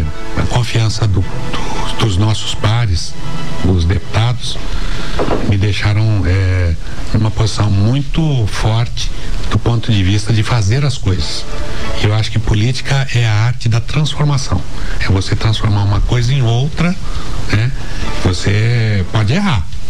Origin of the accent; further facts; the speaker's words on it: Campo Grande, Mato Grosso do Sul, Brazil; born there; also born or lived in Fazenda Curizal, Pantanal; E minha mãe era cearense. E nós viemos pra cá e morei na... Eu nasci em Campo Grande, mas morei na Fazenda Curizal até 6 anos e meio.